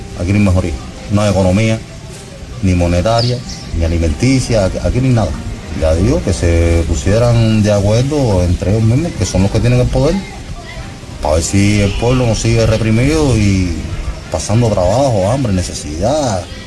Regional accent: Cuba; porque yo no quisiera irme del país, porque yo soy cubano

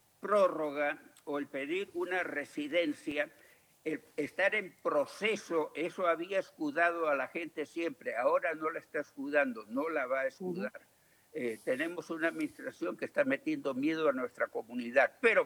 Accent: United States; Nosotros los estadounidenses

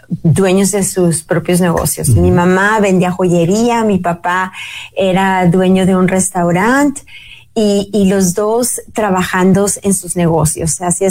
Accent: Mazatlán, Sinaloa, Mexico; moved away as an adult; now in Central Valley, California, United States; Soy pata salada costeña, nací y pues viví por los primeros 18 años en Mazatlán. Es una ciudad hermosa que está en la perla del Pacífico, el noroeste de México, y pues pasé una infancia hermosa allí en Mazatlán.

